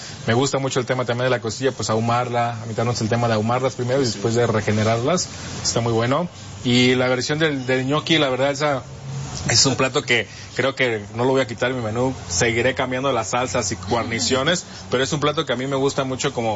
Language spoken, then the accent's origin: Spanish; Santa María Huatulco, Oaxaca, Mexico; moved away as an adult; now in Oaxaca, Mexico; Yo soy de la costa, soy de Huatulco, Santa María Huatulco. Entonces me vine a estudiar a Oaxaca, terminé mi licenciatura acá, me quedé a trabajar